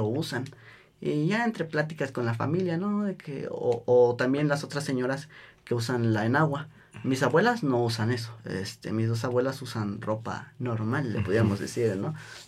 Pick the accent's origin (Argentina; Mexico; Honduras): Mexico; first language Spanish; yo me crié en mi infancia con el idioma español. Mi pueblo es un pueblo originario, donde se habla la lengua mije, y en el seno familiar, pues puro español.